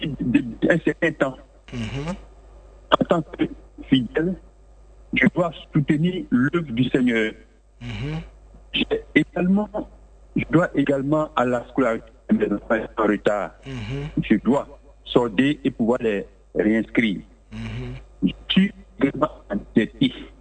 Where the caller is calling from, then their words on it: Abidjan, Côte d’Ivoire; Je vous appelle d'Atouban.